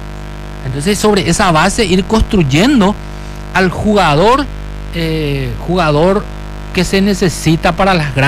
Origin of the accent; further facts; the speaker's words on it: Paraguay; nosotros acá en Paraguay